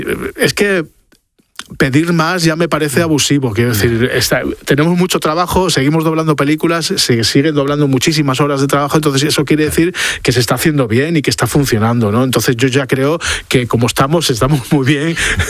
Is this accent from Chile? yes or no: no; Avilés, Asturias, Spain; now in Madrid, Spain; en aquel momento en Avilés, yo soy de Avilés, muy, me siento muy avilesino, pues bueno, pues no tenía posibilidad de trabajar como actor